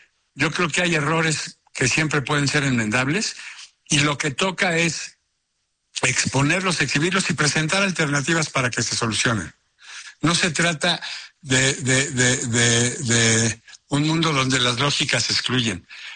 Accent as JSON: {"language": "Spanish", "country": "Mexico", "said": "nos sostienen como abogados, como mexicanos"}